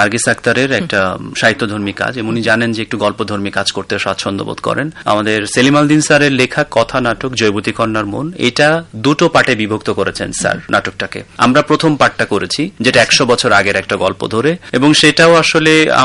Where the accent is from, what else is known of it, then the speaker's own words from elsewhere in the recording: Bangladesh; আমার দেশে আমি সবাই এখনো অনেকে জানে না যে আমি বাংলাদেশি।